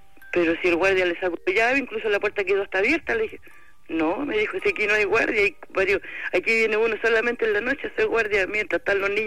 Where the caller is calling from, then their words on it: Santiago, Santiago Metropolitan Region, Chile; Yo soy de acá, de Cerro Navia.